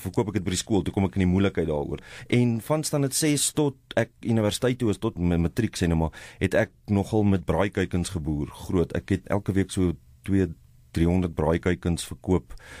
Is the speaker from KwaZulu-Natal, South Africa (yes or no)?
yes; KwaZulu-Natal, South Africa; toe ek groot geword het, ek het in KwaZulu-Natal groot geword